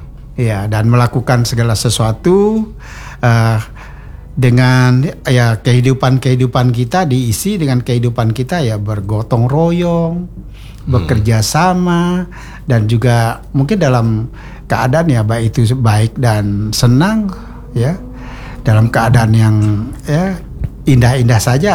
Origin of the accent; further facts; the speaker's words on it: Sintang, West Kalimantan, Indonesia; kita orang Melayu, orang Dayak gitu kan. Kita bilang, kalau di kami Sintang itu Bang, dulu gitu kan, saya juga dari keluarga, di tengah keluarga ada yang Melayu, ada atau bilang agama Islam, tapi dia Melayu dia.